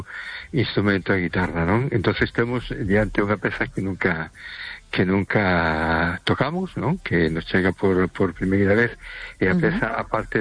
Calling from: A Coruña, Galicia, Spain; de Coruña.

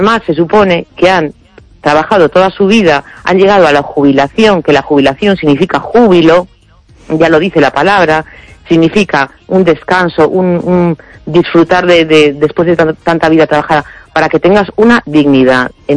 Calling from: A Coruña, Galicia, Spain; Hola, Esther, buenas noches … de La Coruña.

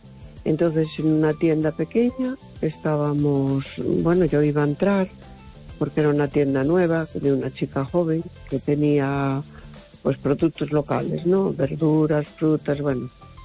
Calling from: A Coruña, Galicia, Spain; de Coruña.

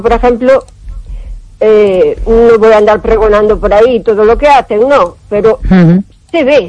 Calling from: O Carballiño, Galicia, Spain; de Carballiño.

